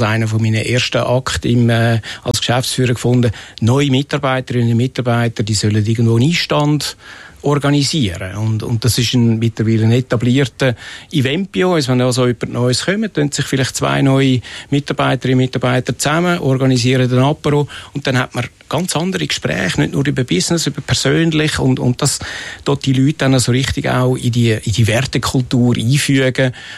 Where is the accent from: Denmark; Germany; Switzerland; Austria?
Switzerland; Höngg, Zurich; Wir haben ja ganz ursprünglich die Chips dann auch in Hönk, wo ich aufgewachsen bin, produziert.